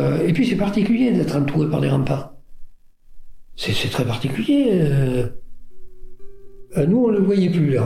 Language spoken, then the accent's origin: French; Aigues-Mortes, Occitanie, France; born there; Je suis née au boulevard Gambetta.